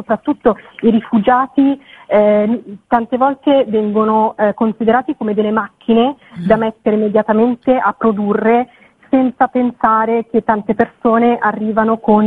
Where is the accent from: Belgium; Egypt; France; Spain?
Egypt; moved away as an adult; also born or lived in Italy / Cairo / Sinai; now in Milan, Italy; io sono nata in Italia e poi mi sono trasferita in Egitto con i miei genitori, che avevo praticamente 6 anni, e ho vissuto lì per 15 anni, quindi sono cresciuta in Egitto.